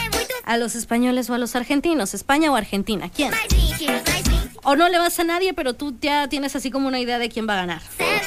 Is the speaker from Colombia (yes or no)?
no; Mexico